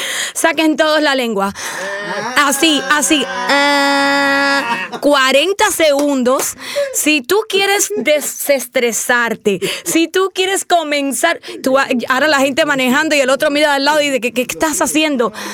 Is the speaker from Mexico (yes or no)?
no; Cuba; Y yo soy cubana.